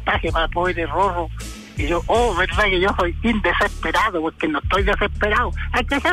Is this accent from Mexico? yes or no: no; Buin, Santiago Metropolitan Region, Chile; moved away as an adult; yo nací allá, soy de la Manuel Plaza, soy de Rumpi, ¿ya? Soy de la Manuel Plaza.